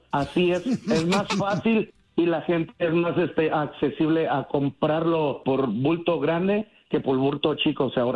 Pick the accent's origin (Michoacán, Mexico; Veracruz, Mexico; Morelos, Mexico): Veracruz, Mexico; moved away; Yo me vine de Veracruz hace mucho tiempo, muchos años. Pues venimos buscando la chuleta y todo, ¿verdad?